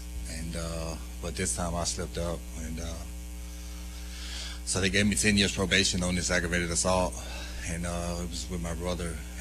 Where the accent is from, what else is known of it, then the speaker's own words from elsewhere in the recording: Clayton County, Georgia, United States; I'm 37. I'm from Clayton County, Georgia.